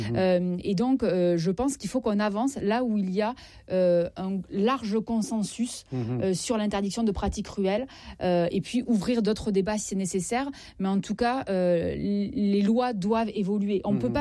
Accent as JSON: {"language": "French", "region": "Southwest France", "country": "France", "said": "Je suis du Sud-Ouest."}